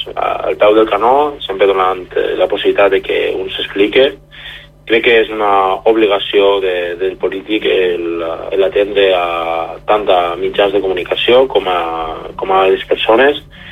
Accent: Oliva, Valencian Community, Spain; No, jo sóc ciutadà d'Oliva des de que vaig nàixer, i conforme he dit, jo tinc la meva feina en Oliva i torno a la feina

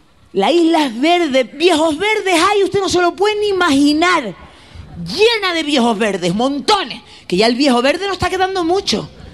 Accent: El Paso, Canary Islands, Spain; moved away; Aparte que yo soy del Paso, del pueblo donde reventó el volcán. Soy del Paso.

